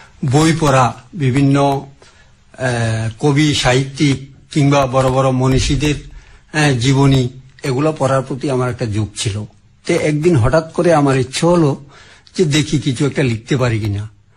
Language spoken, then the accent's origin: Bangla; Khowai, Tripura, India; born there; moved away; অনেকদিন হয়ে গেল আমি ওখান থেকে চলে এলাম, সেটা খোয়াই রতিয়া কলোনি, সেখান থেকে চলে এসেছি।